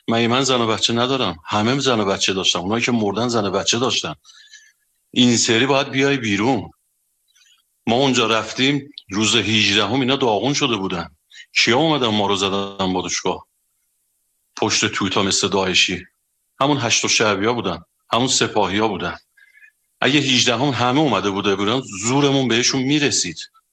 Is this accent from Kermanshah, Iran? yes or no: no; Ardabil, Ardabil Province, Iran; حرف بعدی میره، من از اردبیلم.